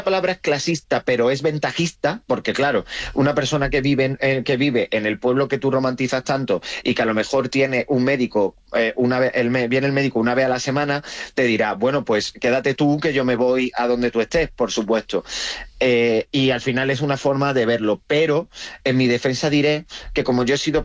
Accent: Rincón de la Victoria, Andalusia, Spain; born or raised there

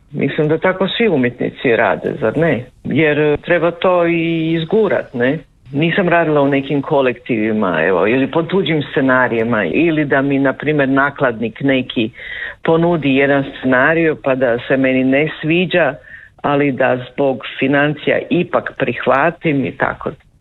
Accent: Slovenia; Ja sam ga otkrila tek sa nekih 23 godine. Jer sam odrasla u Sloveniji, ipak su velike kulturološki razlike, ne.

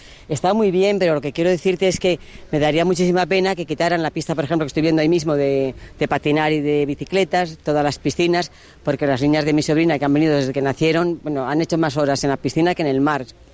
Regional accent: Pollos, Castile and León, Spain; yo soy de Pollos, un pueblo de la provincia de Valladolid.

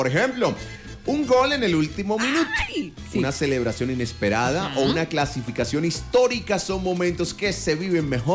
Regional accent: Colombia; como colombianos que somos

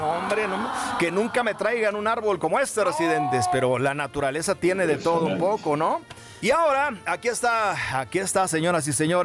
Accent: Mexico; nosotros vamos a mostrar lo que somos, los mexicanos 100% residentes.

